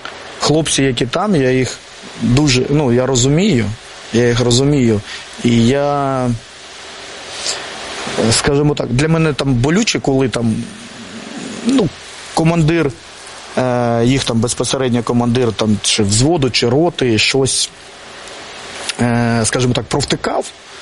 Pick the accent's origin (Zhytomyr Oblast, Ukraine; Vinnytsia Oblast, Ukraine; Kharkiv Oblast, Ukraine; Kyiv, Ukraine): Kharkiv Oblast, Ukraine; Kharkiv; ми харків'яни